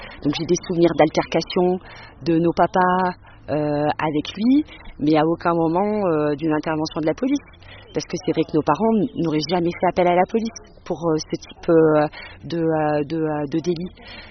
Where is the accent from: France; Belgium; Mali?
France; Espaly-Saint-Marcel, Auvergne-Rhône-Alpes; now in Le Puy-en-Velay, France; J'ai grandi à Espagny-Saint-Marcel. J'habite maintenant le Puy.